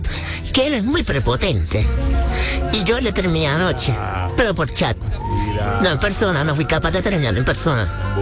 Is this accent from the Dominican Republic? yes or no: no; Caribbean coast, Colombia; Yo soy costeña, soy de la costa.